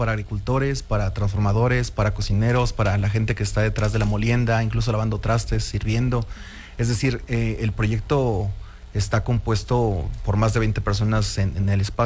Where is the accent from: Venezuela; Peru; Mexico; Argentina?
Mexico; desde una perspectiva de derecho, como mexicanos, quisimos justamente compartir nixtamal, masa y tortillas